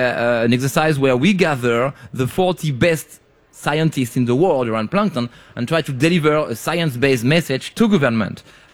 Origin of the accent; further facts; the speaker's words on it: France; English is a second language; On the other hand, I come from France and I come from France.